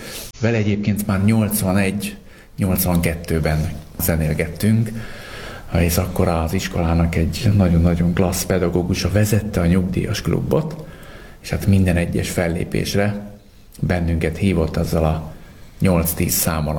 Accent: Taksony, Pest, Hungary; born there; erősítette a taksonyi 3 főt, aki Rácz Ernő volt, és a Sütyinszki Mihály, és jó magam.

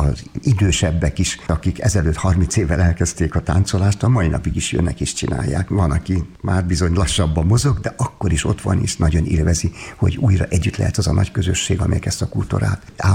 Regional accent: Hungary; nem csak mi magyarok vagyunk ezen jelen

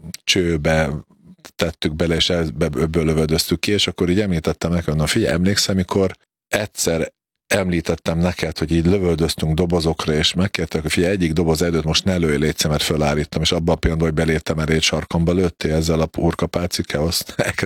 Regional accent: Slovakia; felvidéken, szlovák ajkúak között kellett élni, edzeni, és így kellett bekerülni a szlovák válogatottba is magyarként, ami nem volt egy ideális helyzet, valljuk be.

